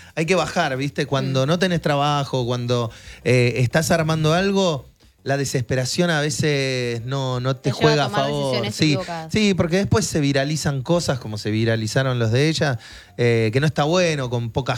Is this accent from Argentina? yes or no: yes; Argentina; Siendo argentino y en la Argentina hago todos los shows que salgan.